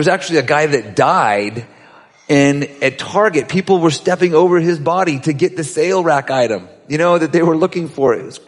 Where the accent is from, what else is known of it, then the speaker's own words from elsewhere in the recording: Scotland, United Kingdom; You know, I'm Scottish and it has to be pretty much free.